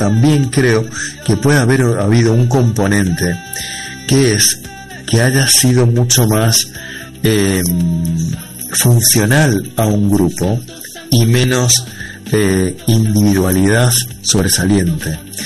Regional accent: Uruguay; estoy hablando como uruguayo

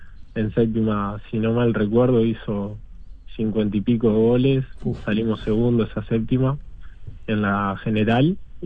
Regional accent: Montevideo, Uruguay; born there; now in Barros Blancos, Uruguay; Pero nací en Malvin Norte.

